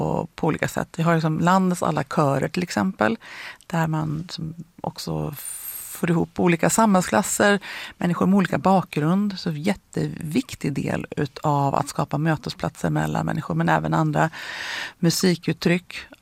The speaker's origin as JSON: {"language": "Swedish", "area": "Frösön", "region": "Jämtland County", "country": "Sweden", "said": "Jag är ju från Frösön"}